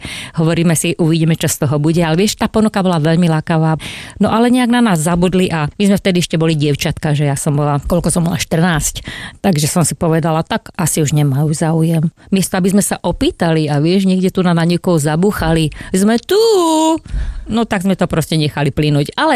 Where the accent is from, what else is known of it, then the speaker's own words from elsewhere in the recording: Stará Turá, Trenčín Region, Slovakia; moved away as an adult; now in Moravia, Czechia; My sme z Trenčianskeho regiónu, z malebného mestečka Stará Tura. To je kúsok od Myjavy, od Trenčína.